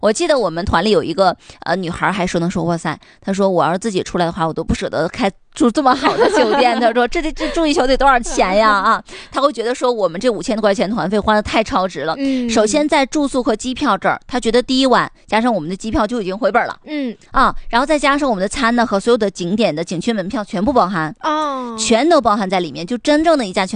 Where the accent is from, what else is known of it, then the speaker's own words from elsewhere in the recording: Northeast China, China; 我们东北人真的对于孩子结婚这件事可能比新人本身还要更紧张。